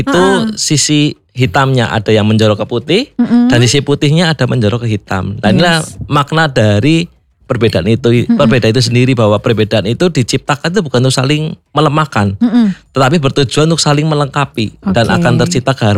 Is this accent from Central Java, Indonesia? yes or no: yes; Purwokerto, Central Java, Indonesia; Saya asli Purwokerto, lahiran Purwokerto, terus untuk saat ini saya dari Klenteng Hotik Bio Purwokerto.